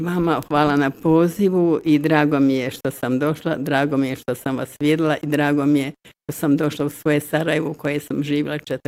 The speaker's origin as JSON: {"language": "Bosnian", "town": "Pljevlja", "region": "Pljevlja Municipality", "country": "Montenegro", "tie": "born there", "said": "Ja sam rođena u Pljevljima 1946. godine."}